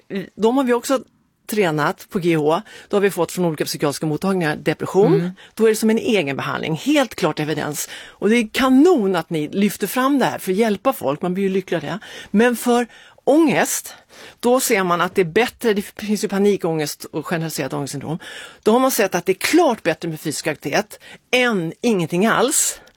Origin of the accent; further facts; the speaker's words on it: Iceland; moved away; Jag är islänningar